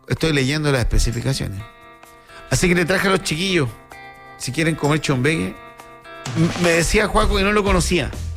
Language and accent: Spanish; Iquique, Tarapacá, Chile; born there; now in Coyhaique, Chile; Del norte, no del sur. De Iquique. Es que yo nací en Iquique, ¿sabía usted? Sí, nací en Iquique. Un 20 de noviembre nació esta criatura que él le está hablando ahora. En el siglo pasado.